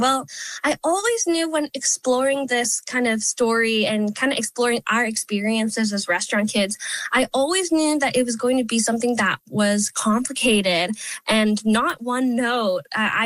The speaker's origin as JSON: {"language": "English", "town": "Halifax", "region": "Nova Scotia", "country": "Canada", "tie": "born or raised there", "said": "I grew up here in Halifax. My parents own Star Anise Vietnamese noodles, and I spent my entire life in this community"}